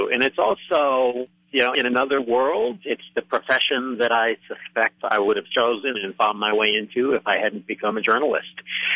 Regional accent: Monroe, Michigan, United States; My hometown is Monroe, Michigan

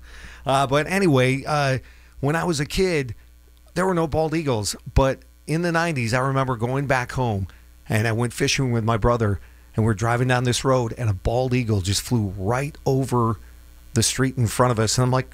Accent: United States; And growing up, you'd think growing up in Minnesota or North Dakota that I'd seen them a lot.

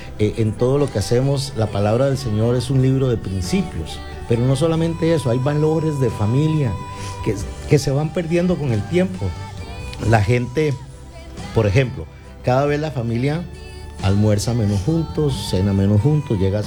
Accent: Costa Rica; Miren, ¿por qué estamos acá? Somos de Costa Rica, van a venir pastores de diferentes países de Latinoamérica

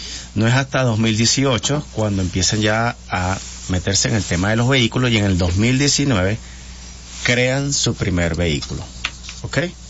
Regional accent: Venezuela

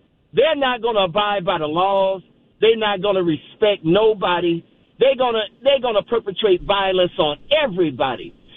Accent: Michigan, United States; I'm from Michigan. I done lived all over the country.

